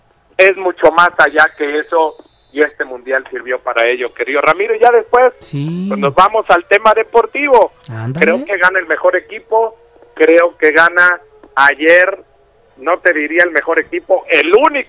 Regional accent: Mexico; de nosotros los mexicanos.

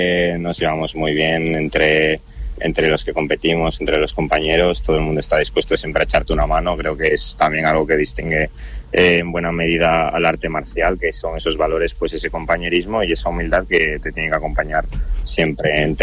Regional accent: Tudela, Navarre, Spain; moved away as an adult; also born or lived in Ecuador; now in Vitoria, Spain; yo nací en Ecuador, pero toda la vida he estado en Tudela hasta que ya hace 4 años me fui a Vitoria a vivir, eso es.

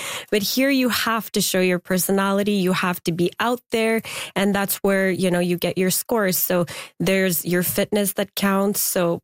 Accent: Afghanistan; now in Canada; Well, I'm originally from Afghanistan.

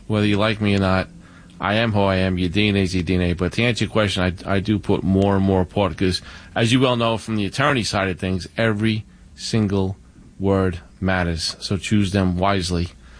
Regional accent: Brooklyn, New York, United States; Remember, we grew up in Bay Ridge, Brooklyn, when Arthur was running around Poly Prep High School.

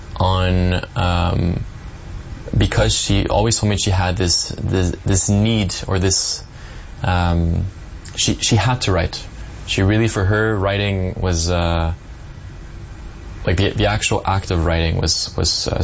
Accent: Geneva, Switzerland; So I am originally from Geneva in Switzerland. Grew up a French mother and a Swiss father.

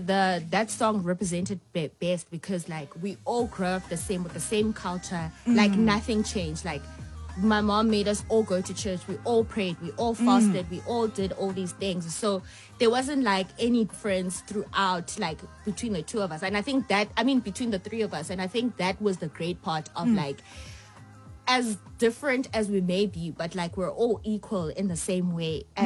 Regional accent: Queenstown, Eastern Cape, South Africa; we're from Queenstown. We grew up there.

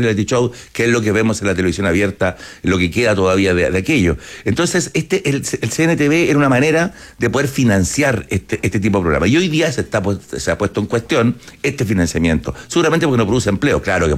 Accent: Chile

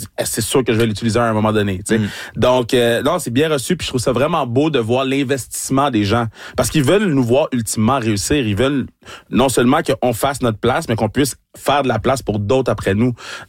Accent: Laval, Quebec, Canada; je viens de Laval

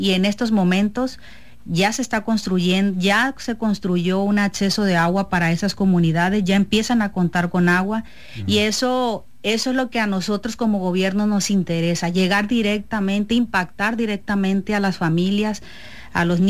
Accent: Barras de Piaxtla, Sinaloa, Mexico; now in Culiacán, Mexico; mi comunidad, mi municipio, Barras de Piastla, pues está muy cerca de Estación Dimas, del pueblo de donde yo soy.

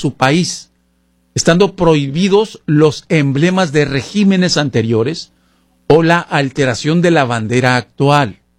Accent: Tijuana, Baja California, Mexico; now in Seattle, United States; Ustedes saben que yo soy de Tijuana, y obviamente estuve hace unos días ahí en mi ciudad natal

